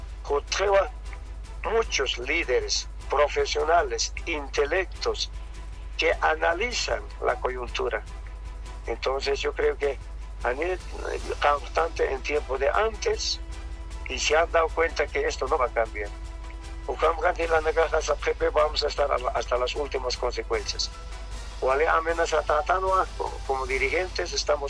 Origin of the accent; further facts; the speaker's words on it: Bolivia; nosotros como bolivianos y bolivianas